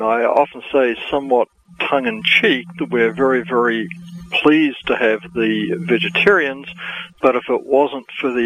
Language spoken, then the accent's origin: English; New Zealand; I grew up in New Zealand, and I was count myself fortunate that my parents had actually become Christians, and actually Seventh-day Adventist Christians, prior to my birth